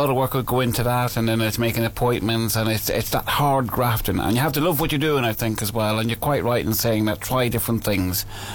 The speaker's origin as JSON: {"language": "English", "country": "Ireland", "said": "Being Irish"}